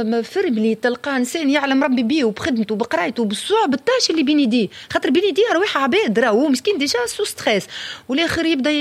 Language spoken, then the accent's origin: Arabic; Tunisia; في لي زيرجونس نتاعنا في تونس